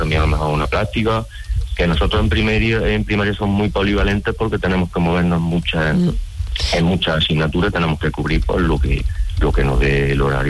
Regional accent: Hinojosa del Duque, Andalusia, Spain; y luego ya por concurso de traslado, pues yo me vine para aquí, para mi tierra, para las Pedroches.

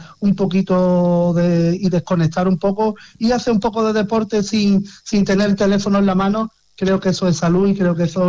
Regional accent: Algar, Andalusia, Spain; Supuesto, por supuesto, yo que voy a decir de mi pueblo, ¿no?

